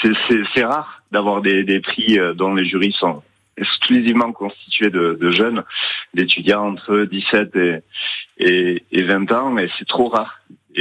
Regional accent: Nouvelle-Aquitaine, France; Et moi, je suis pas du Périgord, je suis du Pays Basque.

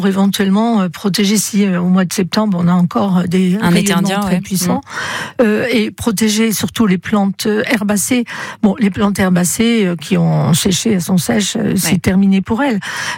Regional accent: Centre-Val de Loire, France; chez nous en Touraine

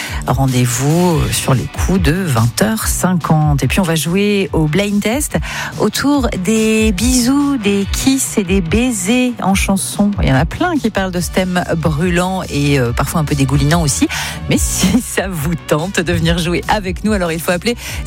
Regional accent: France; Je sais que les fans de musique, évidemment, on est pour les Bleus, on est français.

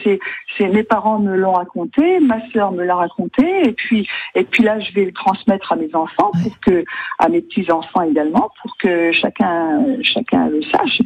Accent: Hauts-de-France, France; born there; Moi, je suis née dans le Pas-de-Calais, ma sœur est née dans le centre de la France.

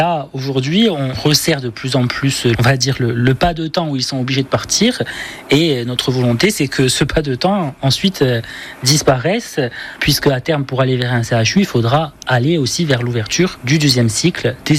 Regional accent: Corsica, France; chez nous en Corse

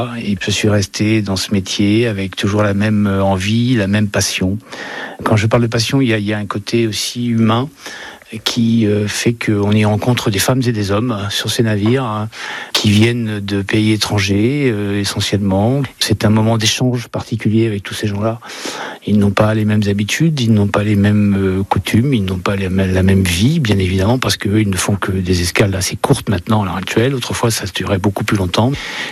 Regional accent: La Rochelle, Nouvelle-Aquitaine, France; Je suis natif de La Rochelle

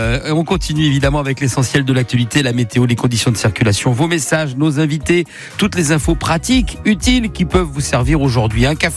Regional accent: Grand Est, France; chez nous en Lorraine

